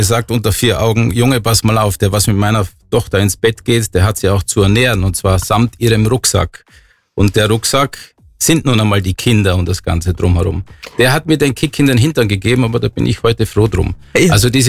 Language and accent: German; Deutschlandsberg district, Styria, Austria; also born or lived in Innsbruck, Austria; now in Oberstaufen, Germany; Ich bin in Innsbruck geboren, bin in Graz aufgewachsen, also südlich von Graz, in Pölfingbrunn, das ist im Bezirk Deutschlandsberg.